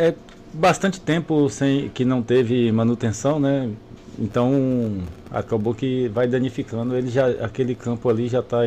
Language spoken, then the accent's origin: Portuguese; Eunápolis, Bahia, Brazil; born there; moved away; also born or lived in Belo Horizonte / Trancoso; nasci aqui em Eunápolis, lá em Juca Rosa.